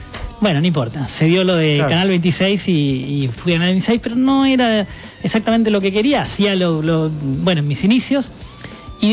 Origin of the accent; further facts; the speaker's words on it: Doblas, La Pampa, Argentina; moved away; also born or lived in Buenos Aires; me vengo acá el fin de semana a pasar con mi familia en Doblas, yo soy de Doblas.